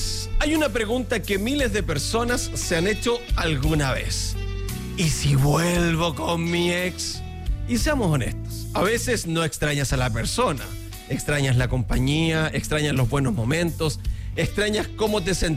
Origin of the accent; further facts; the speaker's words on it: Chile; Los peruanos dicen pe, nosotros decimos po.